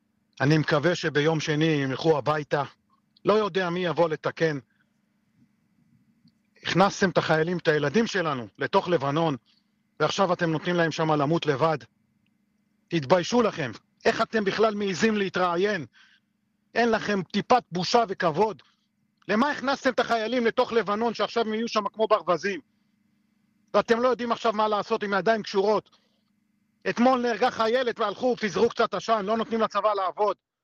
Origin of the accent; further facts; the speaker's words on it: Margaliot, Northern District, Israel; born there; אני נולדתי במרגליות, גם אני אמות במרגליות, זה בסדר. בחרתי לחיות פה